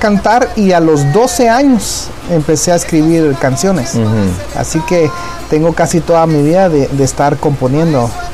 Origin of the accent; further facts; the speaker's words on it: Chiquimula, Guatemala; born there; Nací en hogar cristiano, mis padres fueron pastores. Soy el cuarto de seis hijos. Nací en Chiquimula.